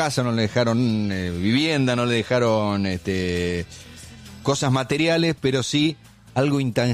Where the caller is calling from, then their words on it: Tucumán, Argentina; Tengo 26 años, soy de Tucumán.